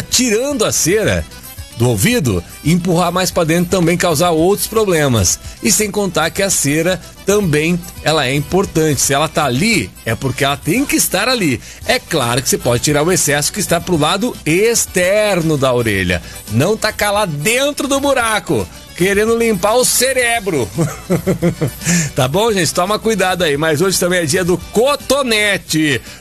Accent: Araras, São Paulo, Brazil; Araras, a minha terra natal, né? Cidade interior aqui de São Paulo

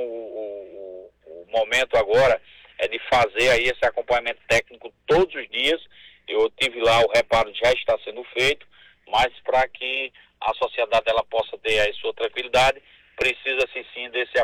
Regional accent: Brazil; Nós somos brasileiros, torcemos aí pela nossa seleção

